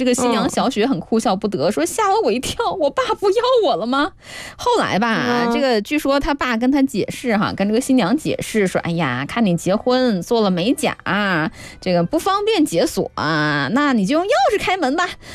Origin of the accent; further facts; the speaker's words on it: Northeast China, China; 因为我东北人嘛，我就对我们家乡的这个小米特别特别的有感情。